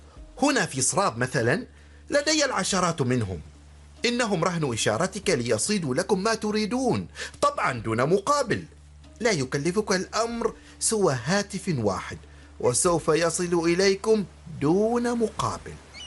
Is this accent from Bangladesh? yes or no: yes; Rangpur Division, Bangladesh; Arabic is a second language; moved away as an adult; أنا من بنغلاديش، من قرية صغيرة قرب مدينة رانشبور. كانت أسرتي تعمل في زراعة الأرز